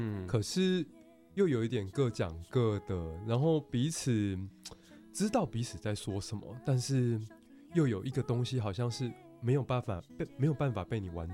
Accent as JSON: {"language": "Chinese", "country": "Taiwan", "said": "我们台湾人对于这个中间要加个 no"}